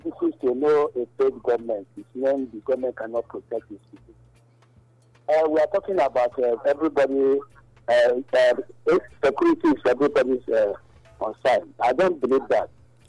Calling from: Nigeria; Yes, Obeso Community.

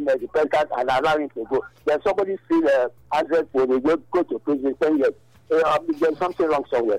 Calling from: Nigeria; Yes, Obeso Community.

